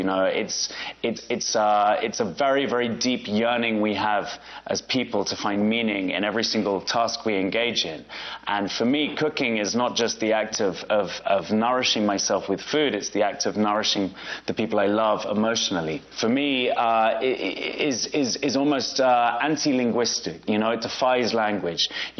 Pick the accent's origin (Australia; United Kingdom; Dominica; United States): United Kingdom; London; born or raised there